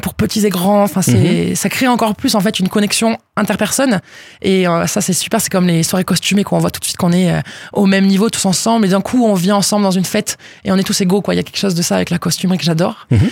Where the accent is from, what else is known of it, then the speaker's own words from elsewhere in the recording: Salles-sur-Garonne, Occitanie, France; also born or lived in Toulouse; En fait, moi je suis native de... Enfin, je suis toulousaine, mais j'ai grandi à Salles-sur-Garonne.